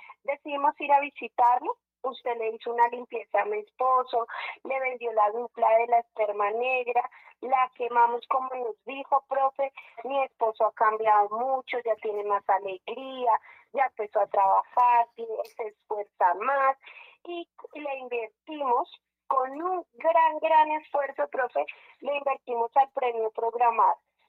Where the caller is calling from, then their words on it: Bogotá, Colombia; lo estoy llamando desde acá, desde Bogotá, desde el barrio Quiroga.